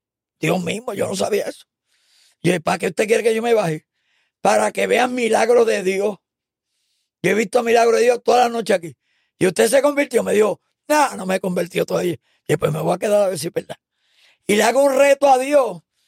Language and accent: Spanish; Ponce, Puerto Rico; Porque yo me crié en Ponce y hay otro ambiente en la calle.